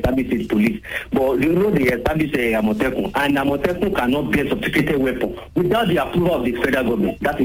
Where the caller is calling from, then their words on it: Apata, Oyo, Nigeria; Hello, good morning, Adiola. … I'm calling from Apata.